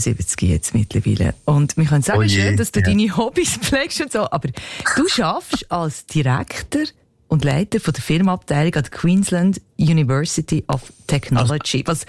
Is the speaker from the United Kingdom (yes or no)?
no; Switzerland; Er ist sehr populär, er ist ja bei uns in der Schweiz populär, das muss man sagen.